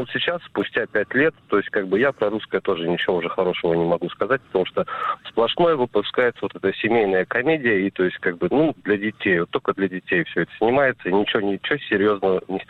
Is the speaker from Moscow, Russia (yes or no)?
no; Biysk, Altai Krai, Russia; Я хоть из Бийска, то есть как бы, ну, здесь уже даже возле Бийска они показываются